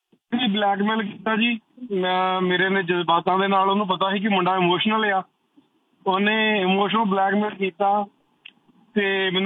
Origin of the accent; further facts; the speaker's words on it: Punjab, India; ਮੈਂ ਗੁਰਦਾਸਪੁਰ ਜ਼ਿਲ੍ਹੇ ਤੋਂ ਬਿਲੋਂਗ ਕਰਦਾ ਜੀ।